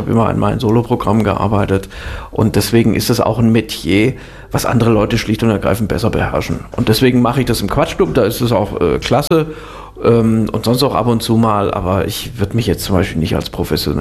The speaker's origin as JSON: {"language": "German", "region": "Baden-Württemberg", "country": "Germany", "tie": "born or raised there", "also_born_or_lived": "Northern Germany", "said": "dann wurde ich zwar in Norddeutschland geboren, aber bin dann auch sehr schnell nach Schwaben umgezogen. Im Grunde bin ich Schwabe, also auch bis heute, man hört es jetzt nicht mehr so im Dialekt"}